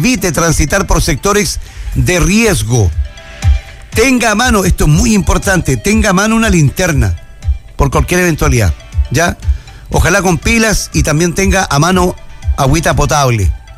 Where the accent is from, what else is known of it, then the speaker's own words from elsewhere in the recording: Antofagasta, Chile; los que somos de Antofagasta y tenemos mediano conocimiento, estuvimos aquí ese año y vimos y vivimos el tema del aluvión